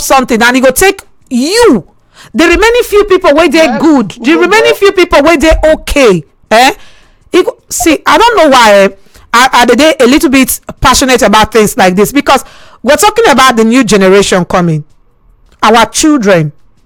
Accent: Nigeria

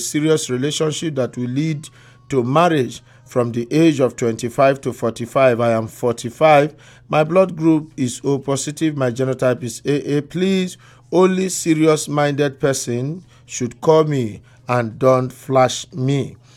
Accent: Osun, Nigeria; now in Port Harcourt, Nigeria; I am 32 years of age. I'm from Osun State, but I stay in River State here. I also work in Port Harcourt.

